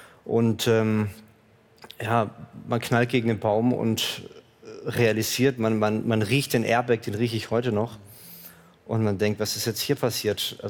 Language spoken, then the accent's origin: German; Würzburg, Bavaria, Germany; Ich bin in Würzburg aufgewachsen, christlich erzogen worden.